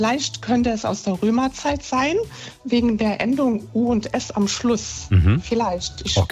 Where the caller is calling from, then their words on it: Mannebach, Rhineland-Palatinate, Germany; wir stammen aus Mannebach bei Beltheim im Hunsrück, in der Nähe von Kastelaun.